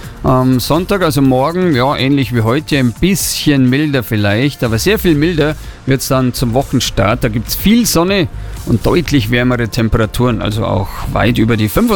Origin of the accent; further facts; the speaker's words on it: Bavaria, Germany; mein Oberland, meine Heimat.